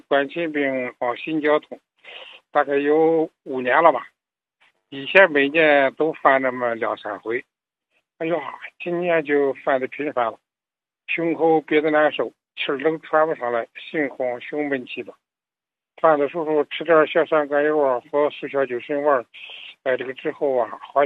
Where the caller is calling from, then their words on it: Qian'an, Hebei, China; 我是唐山市迁安的。